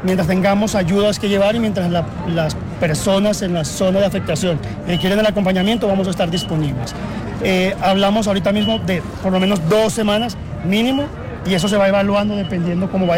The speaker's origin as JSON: {"language": "Spanish", "country": "Colombia", "said": "el gran corazón que tenemos como colombianos"}